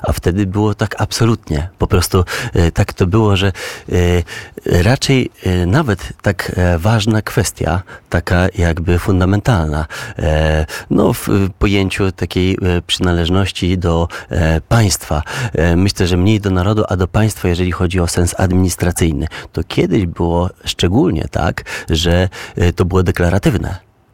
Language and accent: Polish; Warsaw, Masovian Voivodeship, Poland; born there; Ja jestem urodzony w Warszawie, natomiast mam przodków pochodzących z Łódzka, z których jestem bardzo dumny. No i czuję, że część mojej krwi właśnie jest stamtąd.